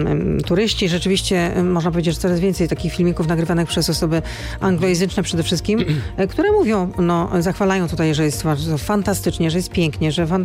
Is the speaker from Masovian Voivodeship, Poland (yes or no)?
no; Łódź, Łódź Voivodeship, Poland; to moje rodzinne miasto